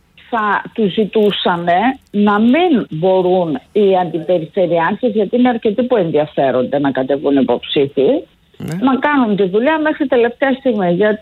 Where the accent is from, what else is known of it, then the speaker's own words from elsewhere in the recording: Northern Greece, Greece; ειδικά εμένα που είμαι και από τη Βόρειο Ελλάδα